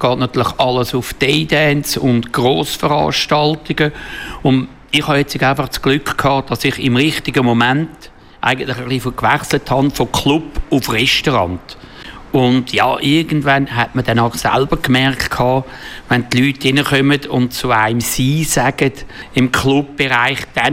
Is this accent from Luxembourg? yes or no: no; Switzerland; ich bin aufgewachsen in der Krone